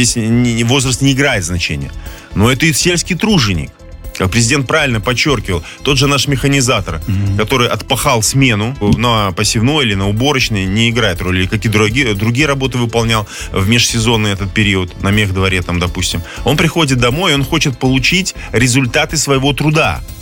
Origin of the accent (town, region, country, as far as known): Belarus